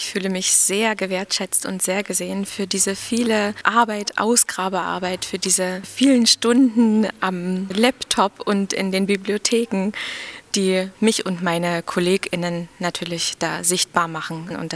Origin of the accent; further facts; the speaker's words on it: Cottbus, Brandenburg, Germany; Die niedersorbische Heimat ist ja eben mein Zuhause.